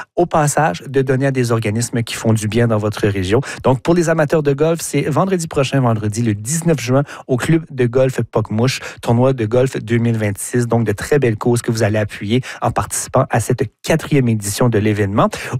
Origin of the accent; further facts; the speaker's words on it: New Brunswick, Canada; C'est un tournoi qui est très attendu parce que c'est dans mon coin de pays, je le sais.